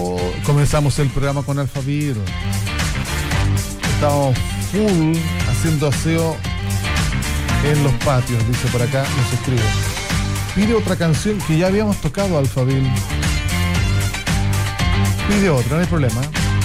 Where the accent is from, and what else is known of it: Chile